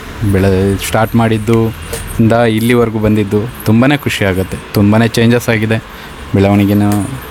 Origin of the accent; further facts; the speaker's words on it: Bengaluru, Karnataka, India; born there; moved away as an adult; now in Shivamogga, India; ಸಕ್ರಾಯಪಟ್ಟಣ ಹೋಬಳಿ, ಸ್ವಾಮಿಕಟ್ಟೆ ಅಂತೇಳಿ. ಸೊ ನಾವು ಹುಟ್ಟಿದ್ದು ಬೆಳೆದಿದ್ದೆಲ್ಲ ಅಲ್ಲೇ ಆಗಿದ್ದು. ನಾವು ಓದಿದ್ದೆಲ್ಲ ಬೆಂಗಳೂರಲ್ಲಿ ಆಗಿದ್ದು. ಸೊ ಅಪ್ಪ ಅಮ್ಮ ಎಲ್ಲ ಬೆಂಗಳೂರಲ್ಲಿ ಶಿಫ್ಟ್ ಆಗಿದ್ದರು, ಅಲ್ಲಿಯೇ ಓದಿದ್ದು ಬೆಳೆದಿದ್ದು ಎಲ್ಲ. ಅದಾದ ನಂತರ ಬಿಸ್ನೆಸ್ಸಿಗೋಸ್ಕರನೇ ಶಿವಮೊಗ್ಗ ಶಿಫ್ಟ್ ಆಗಿದ್ದು